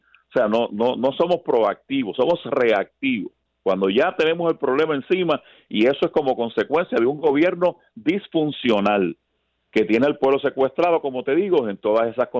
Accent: Puerto Rico

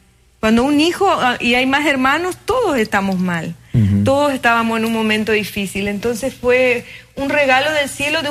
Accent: Argentina; Cada mañana nos levantamos tempranito, con el mate, como buenos argentinos, y a orar

